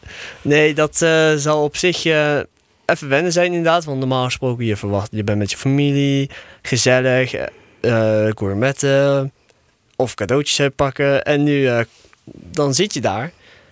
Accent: Netherlands; Dus als ik daar zeg, ik ben Nederlander, zeg ik Mimini Mholanzi.

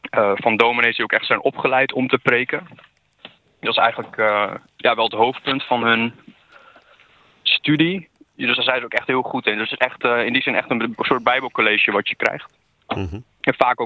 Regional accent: Wierden, Overijssel, Netherlands; also born or lived in Almelo; Ja, ik ben een geboren Twentenaar, dus ik kom uit Almelo. En voordat ik 1 jaar oud was, zijn mijn ouders naar Wierden verhuisd.

